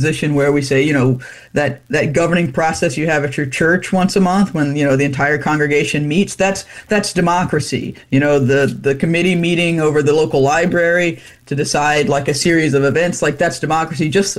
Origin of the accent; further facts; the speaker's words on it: the South, United States; as a Southerner